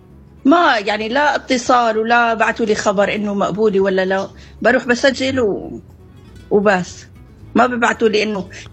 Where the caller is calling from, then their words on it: Al-Qusayr, Homs Governorate, Syria; أنا من حمص من القصير.